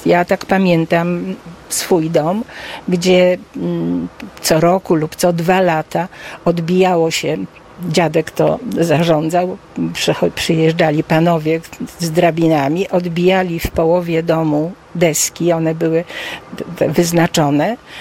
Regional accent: Drewniak, Masovian Voivodeship, Poland; born there; Ja mieszkałam w Drewniaku, urodziłam się po prostu w Drewniaku, a nie w Świdermajerze.

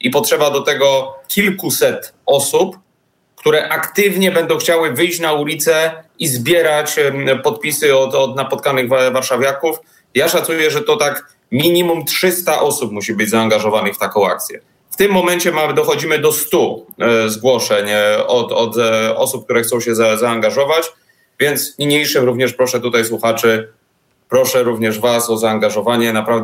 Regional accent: Warsaw, Masovian Voivodeship, Poland; born there; ja jestem urodzonym warszawiakiem

